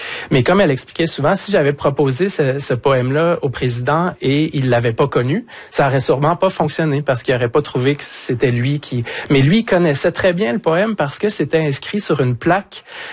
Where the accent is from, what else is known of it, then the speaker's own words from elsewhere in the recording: Quebec, Canada; pour revenir plus près de chez nous, au Québec